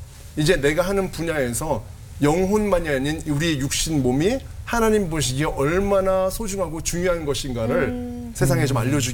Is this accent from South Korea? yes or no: yes; South Korea